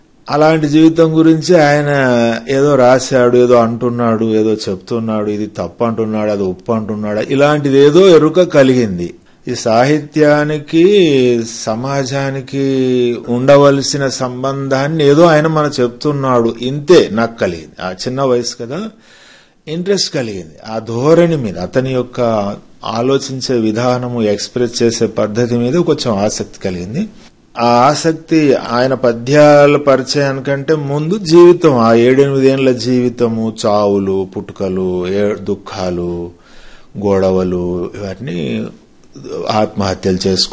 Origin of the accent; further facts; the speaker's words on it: Vellampalli, Telangana, India; also born or lived in Vavilala / Godavarikhani; మాది వెల్లంపల్లి గ్రామము, ప్రస్తుతం భూపాలపల్లి జిల్లా టేకుమట్ల మండలంలోకి వస్తుంది. నేను చదువుకున్నది 5th వరకు మా ఊరు వెల్లంపల్లిలో చదువుకున్నాను.